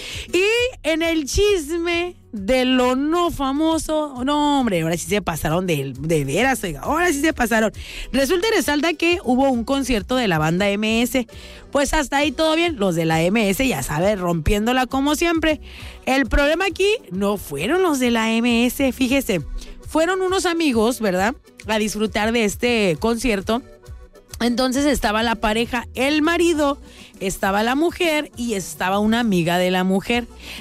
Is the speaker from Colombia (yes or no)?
no; Veracruz, Mexico; Saludos a todos los que somos de Veracruz